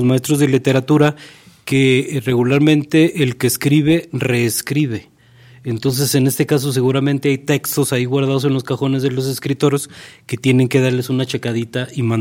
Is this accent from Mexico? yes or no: yes; Mexico